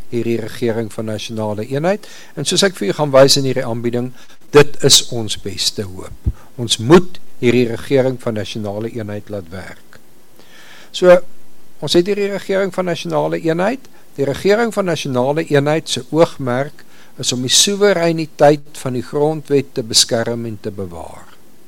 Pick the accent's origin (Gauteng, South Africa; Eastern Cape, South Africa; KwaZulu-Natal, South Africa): Gauteng, South Africa; Pretoria; Ek kom van Pretoria af